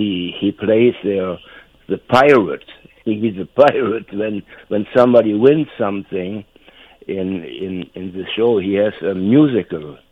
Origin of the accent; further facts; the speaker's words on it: North Rhine-Westphalia, Germany; English is a second language; I grew up in North Rhine-Westphalia.